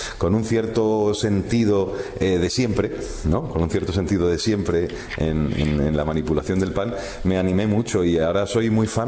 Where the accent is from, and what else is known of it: Madrid, Community of Madrid, Spain; born there